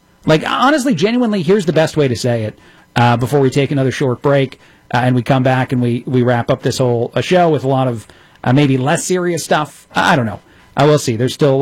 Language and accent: English; New Jersey, United States; We all love those growing up in New Jersey.